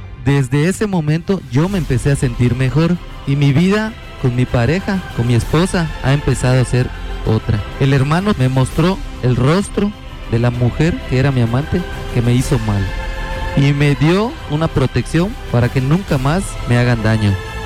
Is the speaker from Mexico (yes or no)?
yes; Chetumal, Quintana Roo, Mexico; Soy de Chetumal.